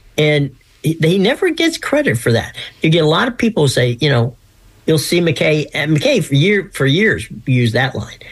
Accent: Lutz, Florida, United States; I have so many fond memories of the Tampa Bay area and growing up in Lutz.

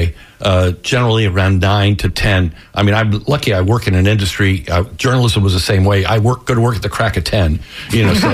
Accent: Tampa, Florida, United States; and this is something you know growing up in Tampa

